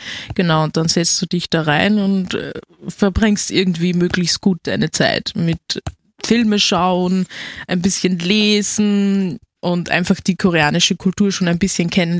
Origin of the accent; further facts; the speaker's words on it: Upper Austria, Austria; weil es gibt zwar bei uns in Oberösterreich auch Asia-Shops